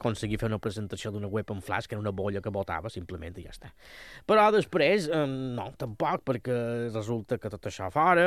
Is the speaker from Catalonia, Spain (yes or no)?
no; Banyalbufar, Balearic Islands, Spain; El meu poble, Banyabufar, som un poquet més originals, no fem karaokes, sinó que fem la nit de varietés.